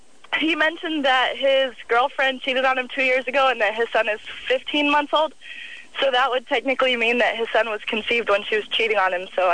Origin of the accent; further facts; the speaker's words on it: Delano, California, United States; In California.